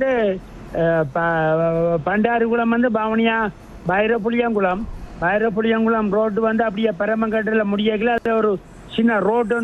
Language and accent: Tamil; Vavuniya, Northern Province, Sri Lanka; moved away as an adult; நான் வந்து அங்க பிறந்து வளர்ந்து தெரிஞ்ச ஆள். அதுல வந்து இப்ப நான் 87 ஆண்டு இங்க வந்து